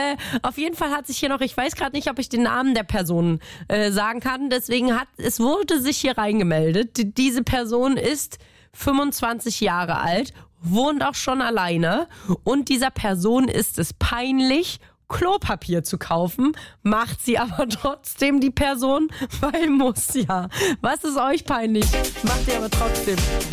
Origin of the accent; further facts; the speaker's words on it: Saxony, Germany; accent: Saxon; Ich sage, ich komme aus Sachsen, mir ist manchmal peinlich, dass man mein Sächsisch anhört. Rede ich trotzdem Sächsisch? Na klar.